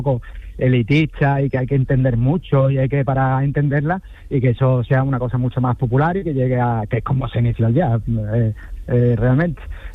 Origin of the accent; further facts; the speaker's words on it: Cádiz, Andalusia, Spain; aunque somos de Cádiz, nos consideramos de griego